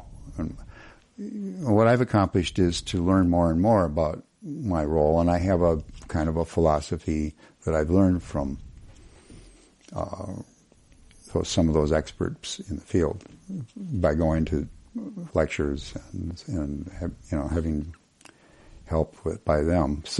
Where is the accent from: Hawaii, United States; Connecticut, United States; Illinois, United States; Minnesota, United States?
Minnesota, United States; Twin Cities; born there; moved away as an adult; I came from the Twin Cities, was born in the Twin Cities. I worked for 25 years at Hennepin County Medical Center as an operating room nurse.